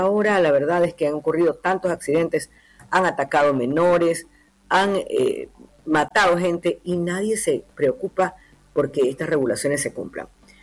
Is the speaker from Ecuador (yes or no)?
yes; Ecuador; lo importante yo creo que es que nosotros como ecuatorianos estemos conscientes de ello.